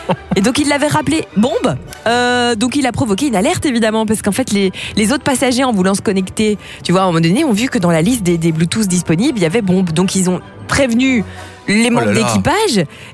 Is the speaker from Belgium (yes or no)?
yes; Belgium; Chez nous, en Belgique